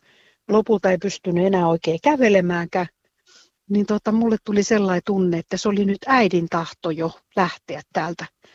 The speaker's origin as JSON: {"language": "Finnish", "town": "Orimattila", "region": "Päijänne Tavastia", "country": "Finland", "said": "No nyt tällä hetkellä mä olen tässä Lahdessa käymässä, mutta olen kotoisin tuolta Orimattilasta."}